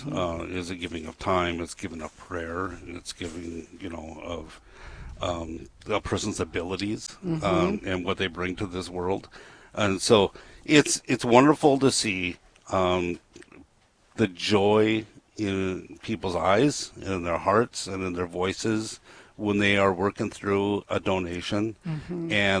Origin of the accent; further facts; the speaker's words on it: Moorhead, Minnesota, United States; I grew up in North Moorhead in St. Francis with my home parish